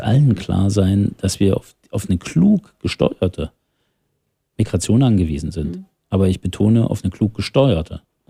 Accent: Thuringia, Germany; ich komme aus dem Saale-Holstein-Kreis

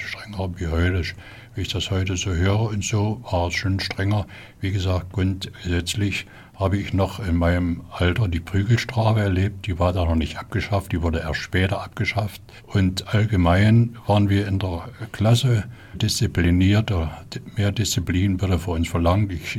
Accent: Silesian Voivodeship, Poland; Ich bin ja 1945, im Februar, musste ich meine Heimat Schlesien verlassen, das heutige Polen.

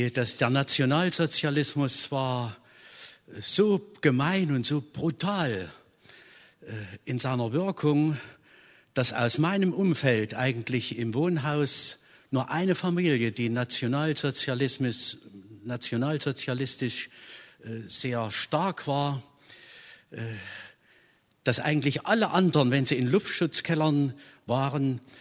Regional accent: Jena, Thuringia, Germany; born there; ich war ein Junge von 8, 9 Jahren, als hier Jena bombardiert wurde

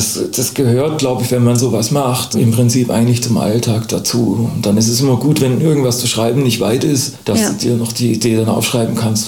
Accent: Swabia, Germany; now in Jena, Germany; Ich bin Schwabe, ja, ich bin ein Neugeschmeckter.

